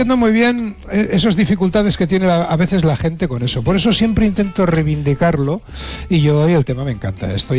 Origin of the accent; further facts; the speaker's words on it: Catalonia, Spain; also born or lived in Asturias; yo soy medio catalán y medio del norte, medio asturiano.